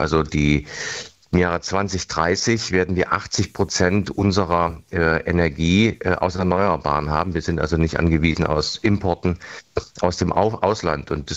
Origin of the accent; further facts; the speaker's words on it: Erfurt, Thuringia, Germany; Entsiegelung von Flächen in Erfurt, meiner Heimat.